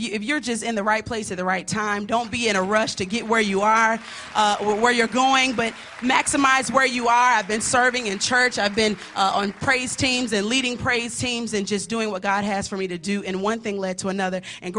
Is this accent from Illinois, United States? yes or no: yes; East St. Louis, Illinois, United States; moved away as an adult; now in Chicago, United States; I was raised in East St. Louis, Illinois. I'm a pastor's daughter. I have been all of my life, Friendship Baptist Church in East St. Louis.